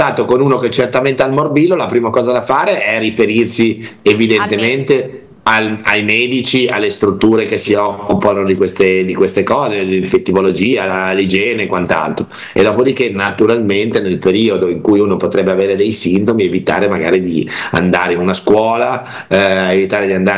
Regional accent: Liguria, Italy; Io mi vergogno di questi dati da Ligure. Noi siamo la peggior regione del centro-nord

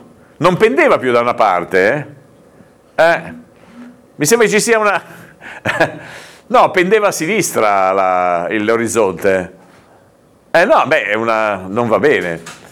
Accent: Zoagli, Liguria, Italy; born there; sono nato a Zoagli, guarda cosa mi tocca di vedere, hai capito?

